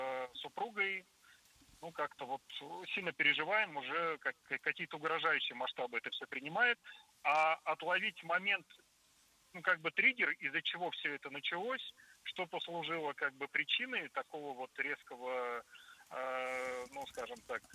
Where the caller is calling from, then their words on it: Kazan, Tatarstan, Russia; да, я из Казани.